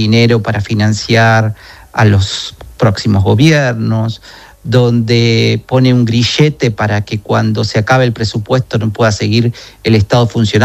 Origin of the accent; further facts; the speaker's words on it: Argentina; así somos los argentinos